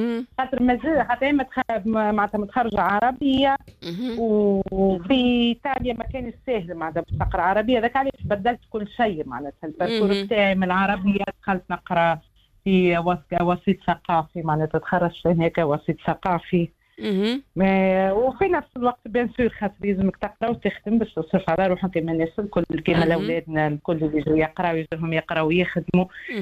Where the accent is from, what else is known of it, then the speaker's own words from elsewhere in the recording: Ksour Essef, Mahdia Governorate, Tunisia; moved away as an adult; now in Italy; من قصر الساف ولاية المهدية. متخرجة في تونس، وبعد ذلك في 2007 قررت نبدل الباركور بتاعي، خرجت إيطاليا